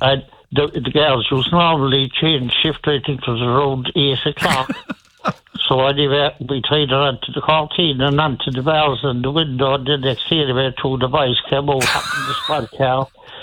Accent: Cork, Munster, Ireland; born there; I do. I was born in Cork City in a very unusual place.

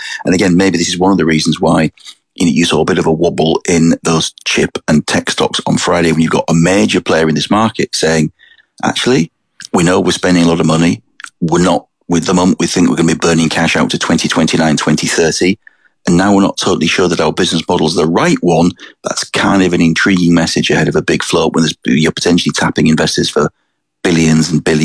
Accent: England, United Kingdom; As an Englishman who was looking at HS2 proceeding like this

